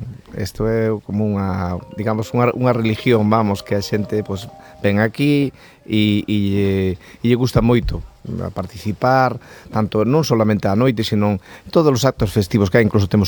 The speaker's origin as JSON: {"language": "Galician", "town": "Sorribas", "region": "Galicia", "country": "Spain", "tie": "born or raised there", "said": "é a Carballeira en Sorribas, na miña parroquia, que é unha cena meana, e por iso conozco a familia de Luis e a él mismo, que é un poquinho maior que meu hermano, digamos que nos criamos nesa xuntos"}